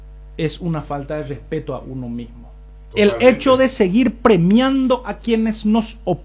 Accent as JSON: {"language": "Spanish", "town": "Coronel Oviedo", "region": "Caaguazú", "country": "Paraguay", "said": "hemos hecho algo como obetenses"}